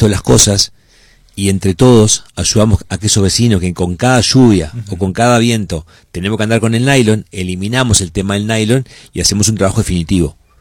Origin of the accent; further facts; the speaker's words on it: Tranqueras, Rivera, Uruguay; somos de Tranqueras también, somos, ¿viste?, del pueblo, y somos varios del pueblo.